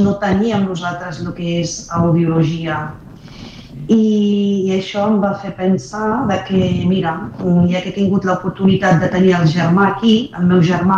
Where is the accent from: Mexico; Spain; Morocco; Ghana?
Morocco; first language ar; Catalan is a second language; moved away; Sí, parlo... Bueno, he vingut del Marroc parlant àrab i francès, perquè estudien tota la vida en francès, bilingüe.